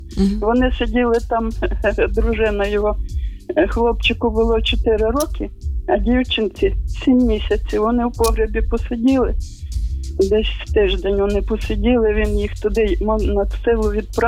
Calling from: Zhytomyr Oblast, Ukraine; Дзвоню я перший раз до вас з Житомирщини.

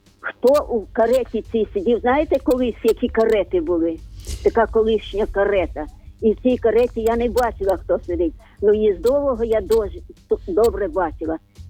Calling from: Zhytomyr, Zhytomyr Oblast, Ukraine; Я з Житомира, я перший раз до вас дзвоню.

